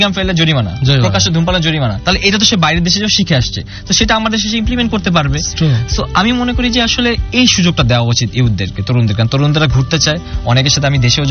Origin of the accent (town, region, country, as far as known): Bangladesh